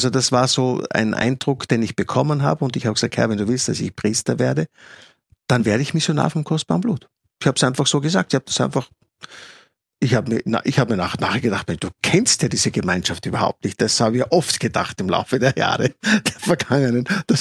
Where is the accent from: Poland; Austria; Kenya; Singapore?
Austria; Styria; now in Salzburg, Austria; Ich bin ja gebürtig aus der Steiermark oder Südoststeiermark.